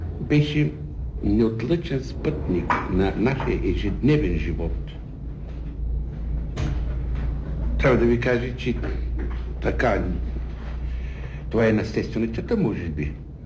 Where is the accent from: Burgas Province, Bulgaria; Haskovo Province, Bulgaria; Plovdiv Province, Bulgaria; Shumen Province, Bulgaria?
Shumen Province, Bulgaria; Shumen; moved away as an adult; also born or lived in Sofia / Vienna; Аз след гимназията дойдох в София от Шумен